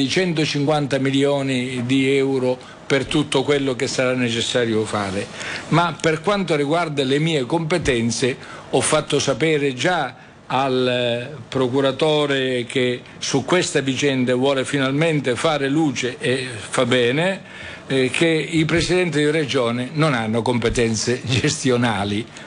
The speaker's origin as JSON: {"language": "Italian", "region": "Sicily", "country": "Italy", "said": "io ho 71 anni, onorevole interrogante, sono siciliano"}